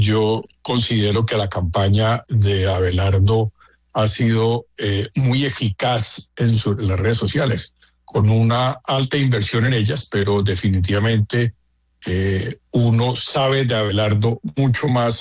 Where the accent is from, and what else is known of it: Colombia